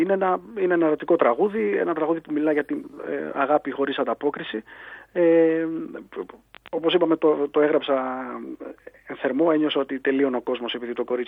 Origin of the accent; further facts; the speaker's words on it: Volos, Thessaly, Greece; στα μέρη μου, ξεκινώντας από το Βόλο δηλαδή.